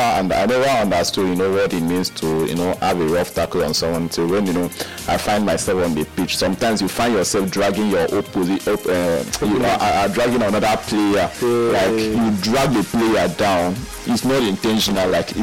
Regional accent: Nigeria; as a Nigerian

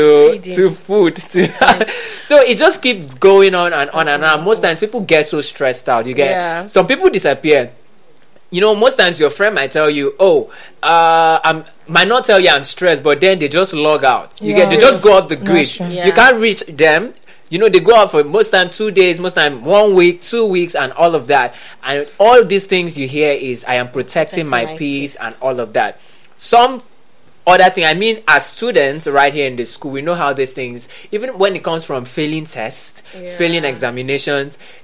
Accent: Nigeria; we know, as Nigerian students and young adults

